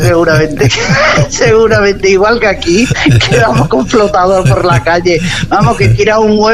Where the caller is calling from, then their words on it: Cáceres, Extremadura, Spain; de Cáceres, Extremadura.